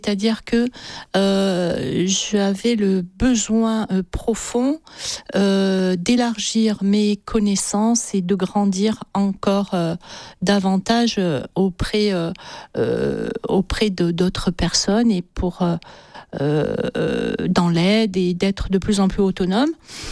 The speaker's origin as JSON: {"language": "French", "town": "Nice", "region": "Provence-Alpes-Côte d'Azur", "country": "France", "tie": "born or raised there", "said": "je suis née à Nice en 1972 et j'ai fait ma scolarité dans un quartier de Nice, la Bornala, puis ensuite au collège Jean Rostand à Nice, la Madeleine."}